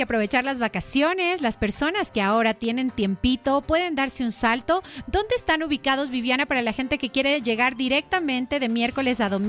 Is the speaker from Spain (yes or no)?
no; Ecuador